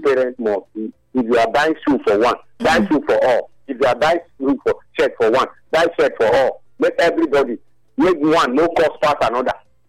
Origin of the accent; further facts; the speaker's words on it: South Africa; now in Nigeria; I'm from South Africa.